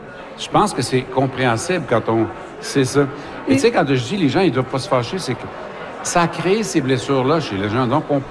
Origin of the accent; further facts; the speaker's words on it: Alma, Quebec, Canada; c'est ma région natale.